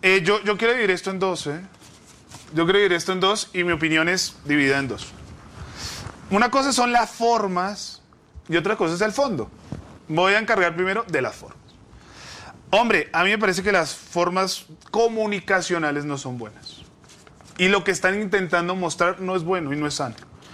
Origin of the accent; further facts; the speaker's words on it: Colombia; A mí me gustaría, como hincha de la Selección Colombia y como colombiano, saber...